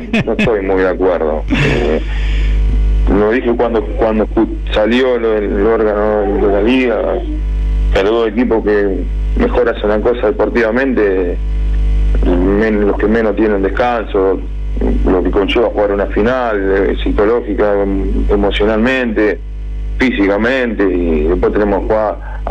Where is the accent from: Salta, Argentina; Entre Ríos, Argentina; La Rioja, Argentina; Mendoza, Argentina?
Entre Ríos, Argentina; Federación; Te vuelvo a repetir, yo de donde vengo, en Federación estoy acostumbrado a esto, a tener solamente cuatro por año, a hacernos fuerte con los locales